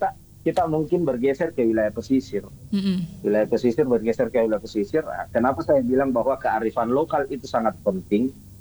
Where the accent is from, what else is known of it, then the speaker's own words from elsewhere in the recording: Sulawesi, Indonesia; Di sana kampung saya, di sana pulau saya, Pulau Sulawesi ada di sana.